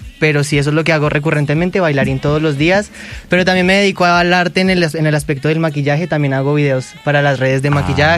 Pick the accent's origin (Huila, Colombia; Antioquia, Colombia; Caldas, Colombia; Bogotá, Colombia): Bogotá, Colombia; Vengo de un barrio popular.